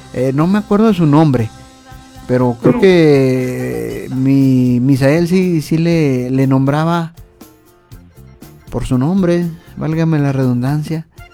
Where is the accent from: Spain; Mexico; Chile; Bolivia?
Mexico; a los mexicanos nos catalogan en el buen sentido, que somos bien mexicanos bien. Porque nos gusta todo el picante.